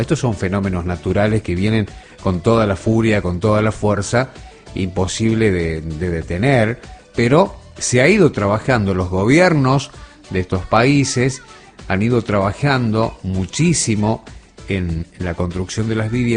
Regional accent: Argentina; desde aquí nuestro abrazo fraterno como argentinos

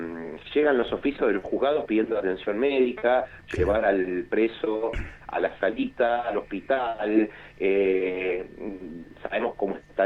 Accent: Bernal, Buenos Aires Province, Argentina; yo soy nacido y criado en el Triángulo de Bernal.

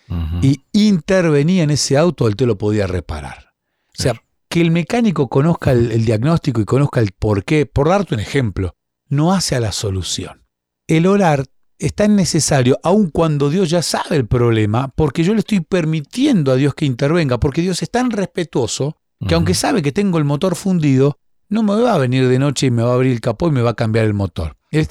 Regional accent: Bahía Blanca, Buenos Aires Province, Argentina; yo viví unos años en una casa, en mi ciudad natal, en Bahía Blanca

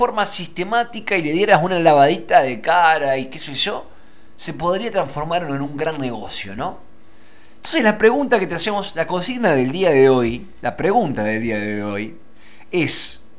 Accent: Argentina; como ciudadano argentino me llena de esperanza

